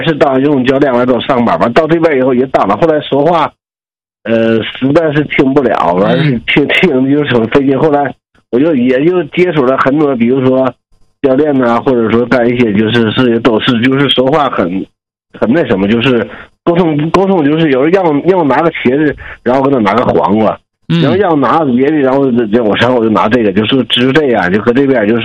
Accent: Liaoning, China; now in Sichuan, China; 我老家是辽宁的

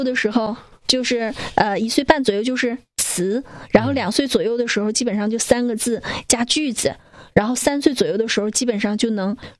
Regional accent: Northeast China, China; 因为在我们东北的方言

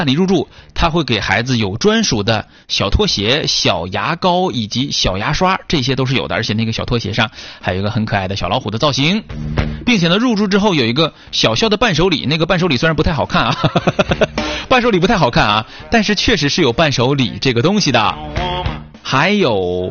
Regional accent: Northeast China, China; 用咱们东北话讲瞎溜达

